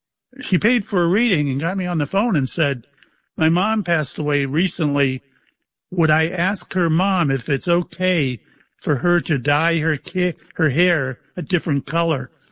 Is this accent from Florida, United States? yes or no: yes; Mayport, Florida, United States; I was on the Shangri-La out of my hometown of Mayport, you know, where I live.